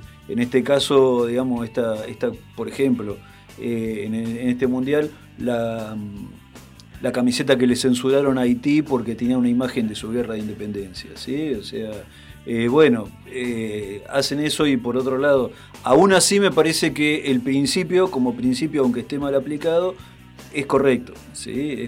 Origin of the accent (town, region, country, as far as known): Argentina